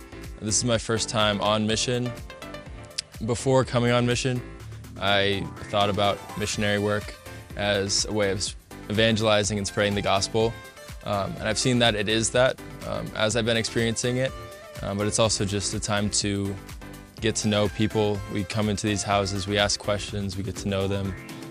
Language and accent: English; Des Moines, Iowa, United States; I'm visiting Mexico for my first time. I'm from Des Moines, Iowa in the States, and I study at Ave Maria University.